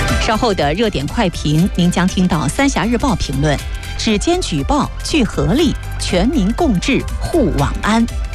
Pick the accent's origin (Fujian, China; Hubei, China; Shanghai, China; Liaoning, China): Hubei, China; Yichang; 聊聊咱们宜昌人关心的身边事儿。